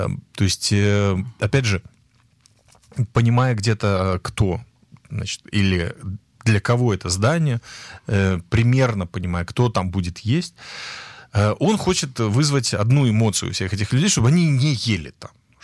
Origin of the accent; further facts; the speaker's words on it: Latvia; вот я сам из Латвии, вот для меня очень важно было